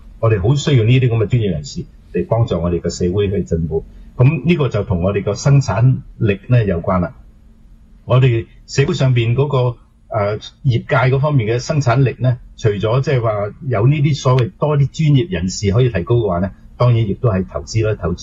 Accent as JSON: {"language": "Cantonese", "country": "Canada", "said": "我哋加拿大人口老化"}